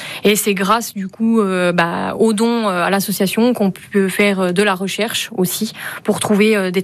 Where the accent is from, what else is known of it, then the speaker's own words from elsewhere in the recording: Colombier-Fontaine, Bourgogne-Franche-Comté, France; moved away as an adult; on se connaît depuis la maternelle, depuis qu'on a l'âge de 2 ans. On est originaire du village de Colombier-Fontaine.